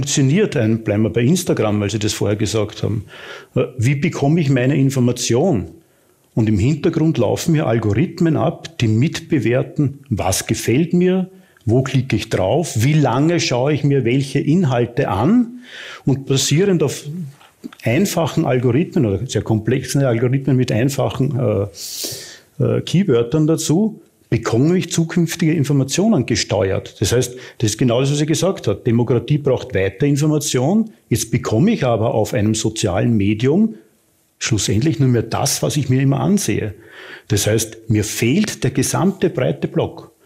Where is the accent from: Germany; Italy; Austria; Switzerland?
Austria; Und da sind wir als Österreicher genau mittendrin.